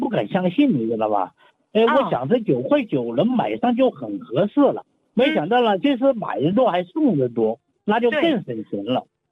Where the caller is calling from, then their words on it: Anhui, China; 我是安徽的